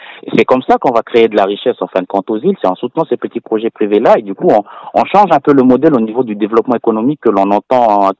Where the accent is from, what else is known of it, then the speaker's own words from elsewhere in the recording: New Caledonia; nous, on est sur terre coutumière et qu'on est essentiellement des Kanaks et nous avons nos valeurs et nos coutumes